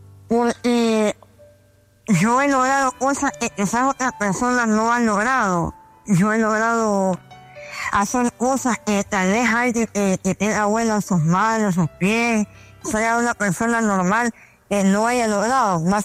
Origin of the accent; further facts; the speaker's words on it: Nicaragua; soy originario de Nicaragua